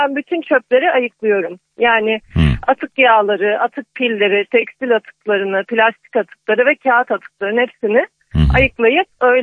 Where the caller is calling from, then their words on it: Istanbul, Turkey; Maltepe'den.